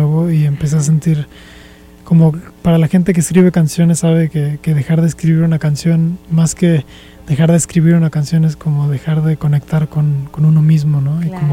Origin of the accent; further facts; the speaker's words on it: Veracruz, Mexico; Soy de Veracruz.